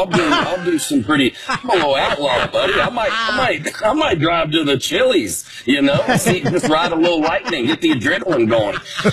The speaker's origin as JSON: {"language": "English", "town": "Harvest", "region": "Alabama", "country": "United States", "tie": "born or raised there", "said": "I mean, I grew up out in Harvest, Alabama."}